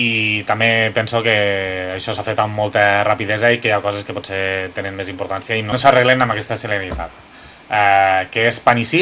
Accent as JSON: {"language": "Catalan", "town": "Lleida", "region": "Catalonia", "country": "Spain", "tie": "born or raised there", "said": "sóc de Lleida des de xiquitito."}